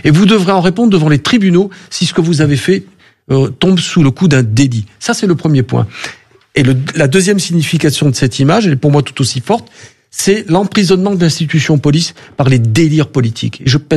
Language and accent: French; Marseille, Provence-Alpes-Côte d'Azur, France; j'ai grandi à Marseille.